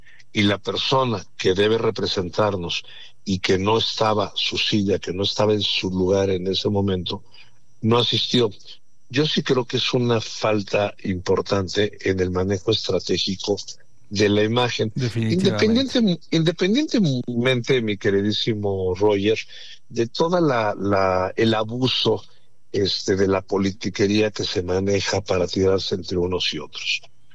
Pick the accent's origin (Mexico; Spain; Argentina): Mexico; como mexicano, como un ciudadano más que tiene la representación de mi país